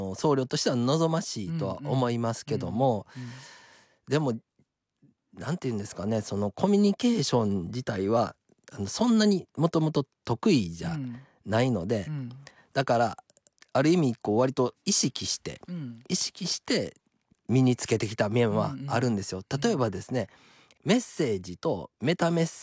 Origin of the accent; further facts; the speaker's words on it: Kansai, Japan; accent: Kansai dialect; 僕、ね、関西弁がちょっときついので、